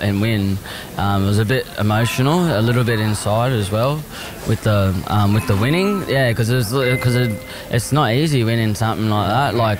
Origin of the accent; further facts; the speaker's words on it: Caboolture, Queensland, Australia; A lot of walks of life go to that Golden Gloves up in my hometown in Caboolture.